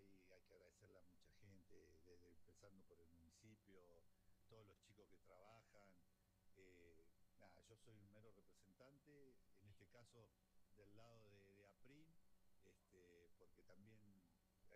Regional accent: Junín de los Andes, Neuquén, Argentina; corremos acá en mi pueblo

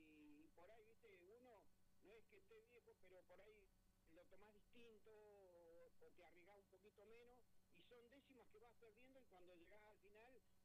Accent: the Valley, Río Negro, Argentina; para los que somos de acá del Valle, la vuelta de la manzana es la religión, ¿viste?

